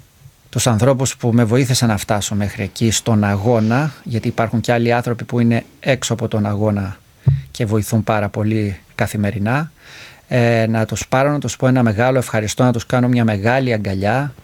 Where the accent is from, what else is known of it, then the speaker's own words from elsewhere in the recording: Mantamados, North Aegean, Greece; του ταξιάρχη που έχουμε στο χωριό μου, στο Μανταμάδο